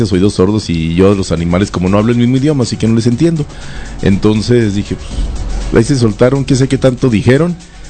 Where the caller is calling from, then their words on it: Santa Bárbara, Mexico; qué vergüenza que sean de mi pueblo, porque la gente en Santa no somos así